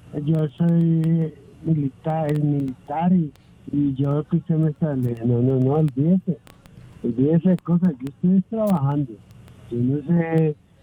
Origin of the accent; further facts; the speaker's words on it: Ibagué, Tolima, Colombia; also born or lived in Girardot; Vivía ya harto tiempo, soy de Ibagué